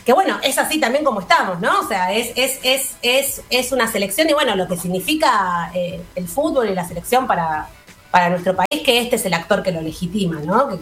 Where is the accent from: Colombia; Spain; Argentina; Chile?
Argentina; todos los argentinos creemos firmemente que las Malvinas son argentinas.